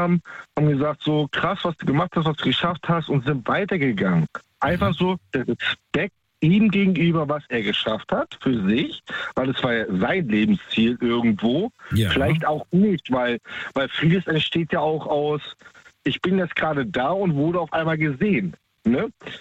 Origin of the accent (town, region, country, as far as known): Germany